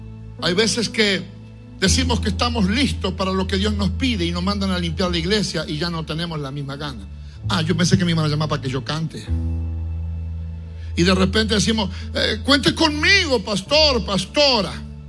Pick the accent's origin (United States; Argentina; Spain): Argentina; En medio de una crisis en mi país, la crisis más dura que ha vivido Argentina